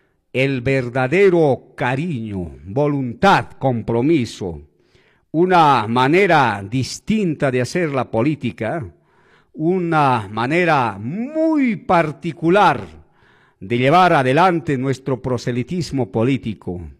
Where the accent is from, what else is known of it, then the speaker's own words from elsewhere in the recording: Chumbivilcas, Cusco, Peru; que gestionara para mi provincia de Chumbivilcas.